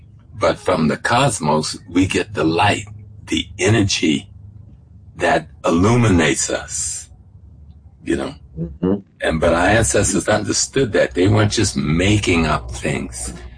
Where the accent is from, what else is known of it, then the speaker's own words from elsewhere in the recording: South Carolina, United States; In terms of my genetic lineage, I'm from South Carolina. People call us Gullah Geechee, but we just are the Africans, you know, and live along the coast and grew up in those rice plantations. I grew up on a rice plantation.